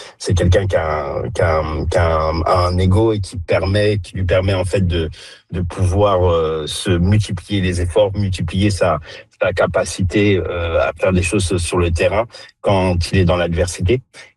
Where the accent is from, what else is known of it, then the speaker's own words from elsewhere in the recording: France; étant donné que je suis français, bien sûr, j'aimerais bien voir un France-Argentine ou un France-Angleterre.